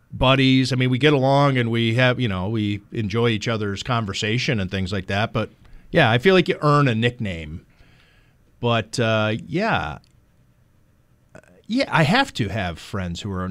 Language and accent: English; Cleveland, Ohio, United States; when we grew up growing up in Cleveland